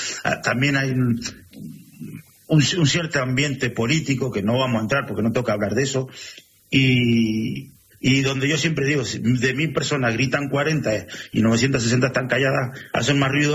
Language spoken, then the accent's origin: Spanish; Guaymallén, Mendoza, Argentina; now in France; Somos todos de Guaymallén.